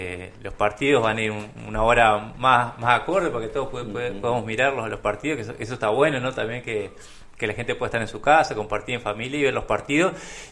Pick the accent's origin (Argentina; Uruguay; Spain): Uruguay; como todo ciudadano, como todo uruguayo, esperando el debut de la selección